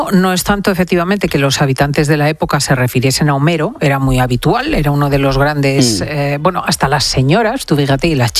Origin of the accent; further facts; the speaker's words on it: Spain; particular la afición que, como tantos españoles, tenemos a la historia de Egipto.